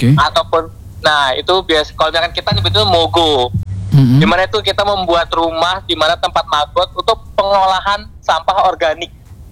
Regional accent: Medan, North Sumatra, Indonesia; Kalau saya sendiri asli Medan nih kakak.

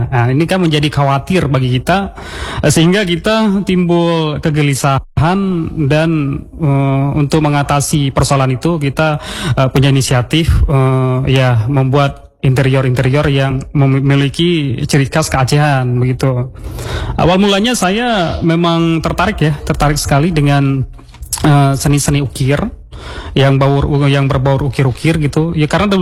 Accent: Aceh, Indonesia; kita sebagai orang Aceh

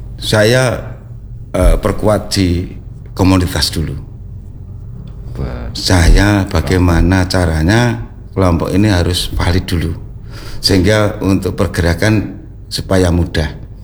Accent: Surakarta, Central Java, Indonesia; saya selaku warga Ngipang, Solo Utara yang paling ujung

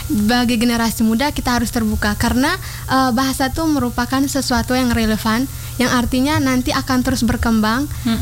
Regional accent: Bajawa, East Nusa Tenggara, Indonesia; Asal saya dari Bajawa.

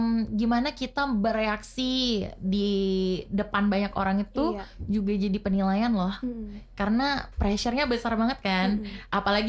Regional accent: West Nusa Tenggara, Indonesia; sebagai anak NTB

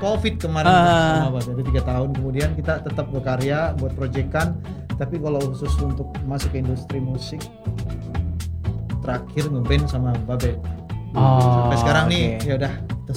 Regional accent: Medan, North Sumatra, Indonesia; Sebenarnya karena saya asli dari Medan ya. Di Medan juga aku udah buat album 2005 itu.

